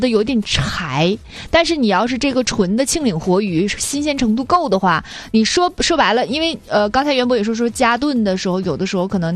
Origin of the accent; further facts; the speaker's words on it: Yanbian, Jilin, China; moved away; 我们老家银边那面的